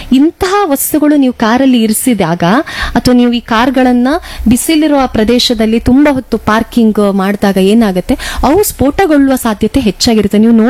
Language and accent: Kannada; Karnataka, India; ನಮ್ಮ ಊರಲ್ಲಿ 40 degree Celsius ಇಲ್ಲದೆ ಇದ್ರೂ ಸಹ 35 ಡಿಗ್ರಿ ಸೆಲ್ಸಿಯಸ್ ನಮ್ಗೆ ಸಾಕಾಗ್ತದೆ ಉಡುಪಿ ಮಂಗಳೂರಿನವರಿಗೆ.